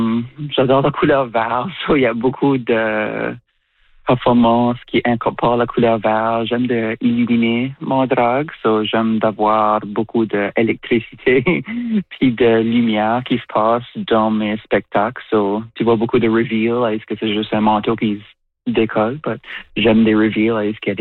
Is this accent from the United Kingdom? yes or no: no; New Brunswick, Canada; now in Prince Edward Island, Canada; Moi, originalement, je viens du Nouveau-Brunswick